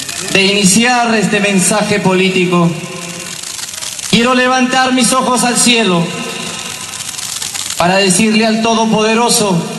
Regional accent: Otuzco, La Libertad, Peru; moved away; hoy has permitido reencontrarme acá con mi pueblo, con mi provincia de Otuzco

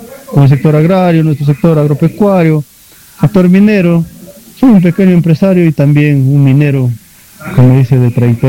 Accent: Quiruvilca, La Libertad, Peru; Sí, para agradecer a todo mi pueblo de Quirubilca y sus caseríos por el gran respaldo que he recibido cada día.

